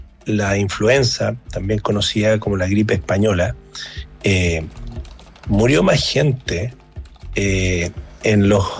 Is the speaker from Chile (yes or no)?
yes; Viña del Mar, Valparaíso, Chile; como buen viñamarino, soy del Ayrton